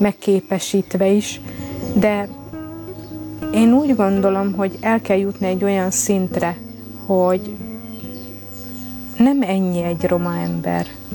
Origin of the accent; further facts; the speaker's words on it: Hungary; born there; És roma vagyok, de én itt születtem, én magyarul beszélek, én magyarul adózok, magyarul álmodom, magyarul imádkozom, minden magyarul csinálok.